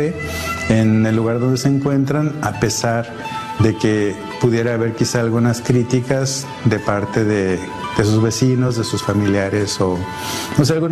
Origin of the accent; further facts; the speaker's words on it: Arteaga, Coahuila, Mexico; Soy originario de Arteaga, Coahuila, está en el norte de México.